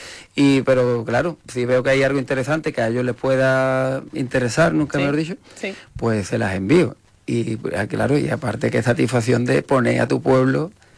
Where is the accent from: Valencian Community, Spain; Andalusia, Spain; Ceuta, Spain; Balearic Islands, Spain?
Andalusia, Spain; Morón de la Frontera; Soy de Morón. me gusta y me encanta Morón, y entonces mi mirada hacia Morón es especial en ese aspecto, ¿no?